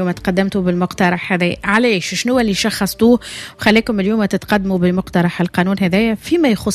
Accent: Tunisia

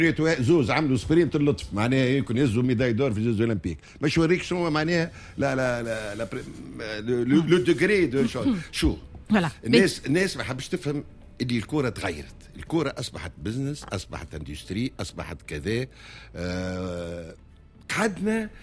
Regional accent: Tunisia; انا مثلا تونسي

